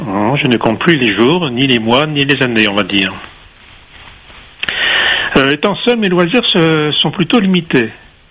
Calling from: La Possession, Réunion; j'habite à La Possession.

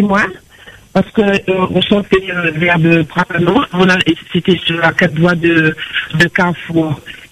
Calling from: Saint-Benoît, Réunion; j'habite en Saint-Benoît

